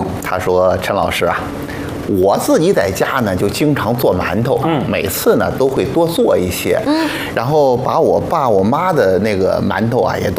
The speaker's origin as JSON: {"language": "Chinese", "town": "Xuzhou", "region": "Jiangsu", "country": "China", "tie": "born or raised there", "moved": "yes", "said": "我们老家徐州哈，就是吃面食。我小的时候我妈特别爱蒸那个大馒头"}